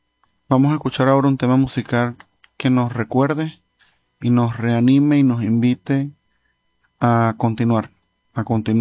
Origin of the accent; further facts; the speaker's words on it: Venezuela; al ver tantos esfuerzos desde nosotros mismos como venezolanos, me siento orgulloso porque sé que podemos seguir adelante